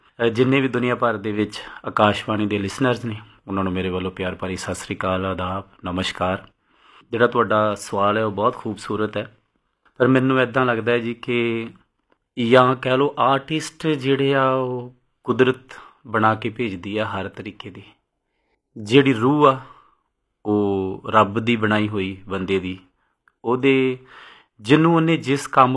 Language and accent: Punjabi; Tarn Taran district, Punjab, India; ਮੈਂ ਪੰਜਾਬ ਦੇ ਉਹ ਤਰਨ ਤਾਰਨ ਡਿਸਟ੍ਰਿਕਟ ਦੇ ਬਿਲਕੁਲ ਬਾਰਡਰ ਲਾਈਨ ਤੋਂ ਆਉਣ ਵਾਲਾ ਮੁੰਡਾ ਹਾਂ